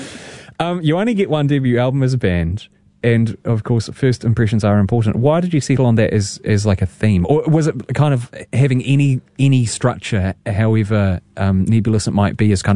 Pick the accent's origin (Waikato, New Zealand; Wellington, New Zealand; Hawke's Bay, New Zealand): Wellington, New Zealand; born there; also born or lived in Dunedin; when Mum and I moved to from Dunedin to Wellington when I was about 6 years old